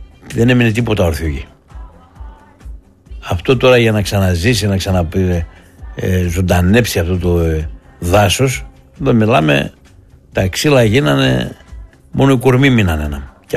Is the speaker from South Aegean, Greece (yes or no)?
no; Thessaloniki, Central Macedonia, Greece